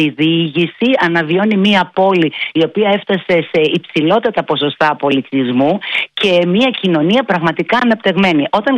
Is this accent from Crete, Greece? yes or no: no; Athens, Attica, Greece; ως Αθηναία